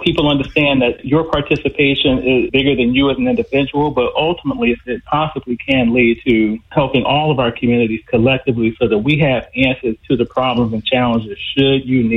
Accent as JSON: {"language": "English", "town": "Orlando", "region": "Florida", "country": "United States", "tie": "born or raised there", "moved": "yes", "lives_now": "Tampa, United States", "said": "I am from Orlando."}